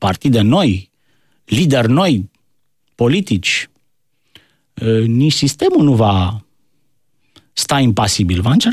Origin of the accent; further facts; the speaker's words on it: Romania; Sunt români. Sunt români. Noi nu prea avem coeziune de grup.